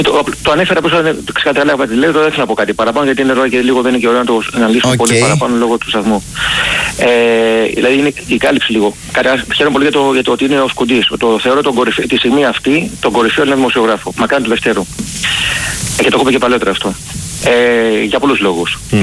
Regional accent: Greece; οπαδοί οι οποίοι είμαστε Έλληνες

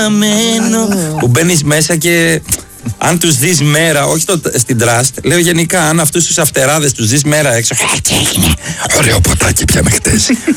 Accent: Menidi, Attica, Greece; also born or lived in Liosia

